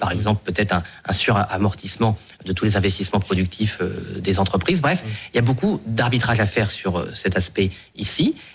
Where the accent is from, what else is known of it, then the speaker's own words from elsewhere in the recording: Boulogne-sur-Mer, Hauts-de-France, France; born there; Moi, je suis né à Boulogne-sur-Mer, bon, c'est les voisins, les Pays-Bas, on a nos amis belges entre les deux